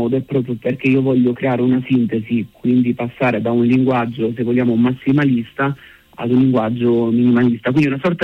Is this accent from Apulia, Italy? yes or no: yes; Apulia, Italy; Però il mio ritorno è dovuto soprattutto a un legame con la mia terra, con le mie radici